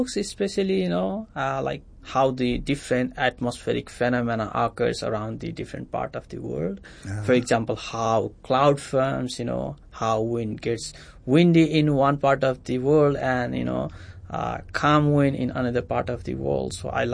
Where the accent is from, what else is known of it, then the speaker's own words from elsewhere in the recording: Kathmandu, Bagmati, Nepal; now in Las Cruces, United States; Yes, I grew up in Nepal, and currently I'm at Las Cruces, New Mexico